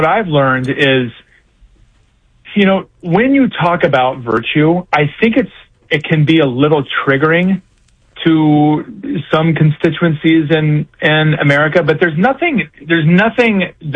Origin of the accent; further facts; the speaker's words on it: Columbus, Ohio, United States; moved away as an adult; also born or lived in Washington, D.C.; now in California, United States; I'm originally from Columbus, Ohio.